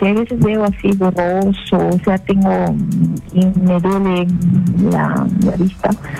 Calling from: Lima, Peru; Desde La Victoria

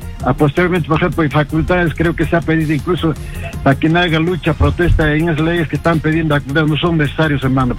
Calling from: Apurímac, Peru

